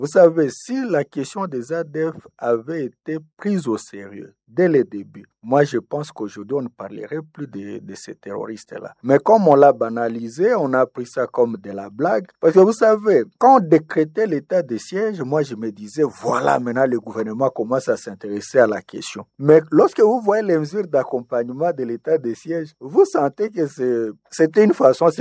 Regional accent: North Kivu, DR Congo; La question des massacres chez nous au Nord Kivu et en Ituri

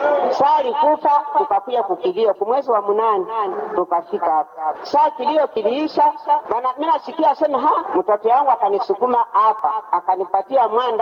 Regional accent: Goma, North Kivu, DR Congo; moved away; Nilikuya nilitoka Goma, mimi kwa mtu wa Goma.

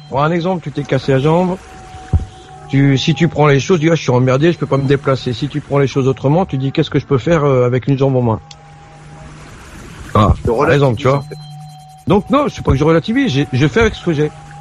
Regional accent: France; born there

